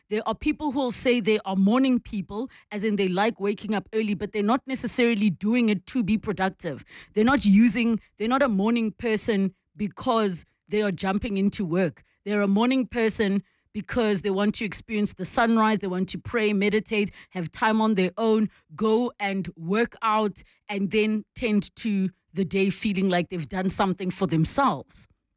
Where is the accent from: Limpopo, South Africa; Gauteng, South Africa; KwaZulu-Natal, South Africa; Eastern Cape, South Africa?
Limpopo, South Africa; Maybe it's because I'm from Limpopo and we are productive 30 a.m.s.